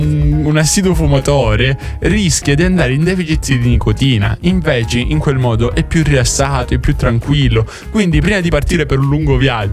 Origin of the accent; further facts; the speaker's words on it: Rome, Lazio, Italy; E io sono di Roma